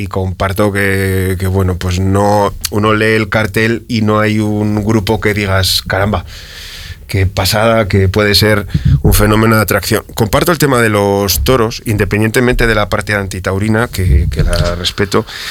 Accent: Spain

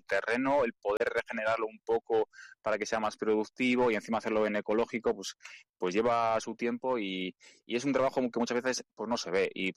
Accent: Alcázar de San Juan, Castilla-La Mancha, Spain; en mi pueblo sale mucho, de hecho, nuestro gentilicio es alcazareño, pero nuestro mote es mielgueros, nos llaman los mielgueros a los de mi pueblo.

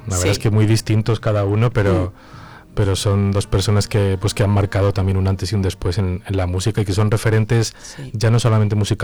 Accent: Salamanca, Castile and León, Spain; now in Zamora, Spain; yo no soy de Salamanca, soy charro, soy de Salamanca.

